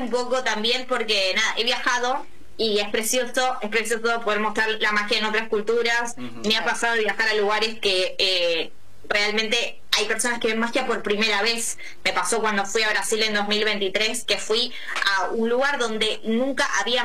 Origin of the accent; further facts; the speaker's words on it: Buenos Aires Province, Argentina; Yo no soy de Capital, yo soy de Zona